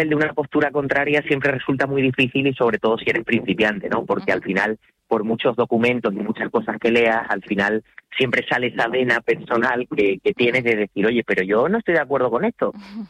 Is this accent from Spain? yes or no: yes; Canary Islands, Spain